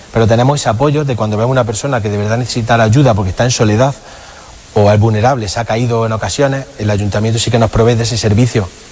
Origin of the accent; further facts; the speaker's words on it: Baeza, Andalusia, Spain; yo soy de Baeza, soy de la población.